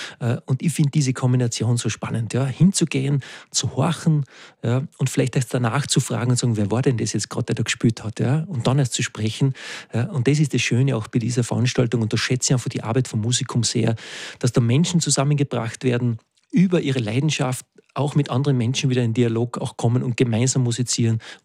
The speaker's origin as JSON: {"language": "German", "region": "Carinthia", "country": "Austria", "tie": "born or raised there", "said": "Also ich bin in Kärnten aufgewachsen"}